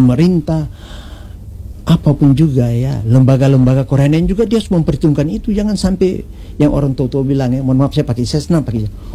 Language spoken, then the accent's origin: Indonesian; Maluku, Indonesia; Jadi kita orang Maluku bangga, itu konsep dari Maluku untuk Indonesia seperti itu.